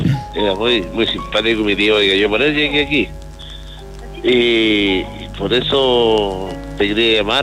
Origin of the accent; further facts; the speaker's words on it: Talca, Maule, Chile; now in Curicó, Chile; yo soy de Talca, pero tengo un tío aquí en Curicó